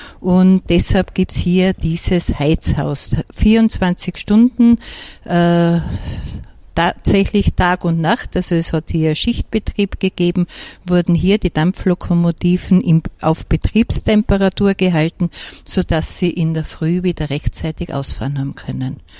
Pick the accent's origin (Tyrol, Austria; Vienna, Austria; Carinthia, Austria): Tyrol, Austria; now in East Tyrol, Austria; Also man wird es ja auch hören, ich bin ja keine gebürtige Osttirolerin, sondern ich bin an der Zillertalbahn aufgewachsen